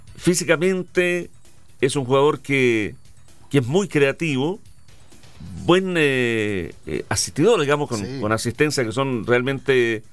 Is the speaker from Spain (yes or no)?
no; Linares, Maule, Chile; born there; soy de Linares, y soy de Linares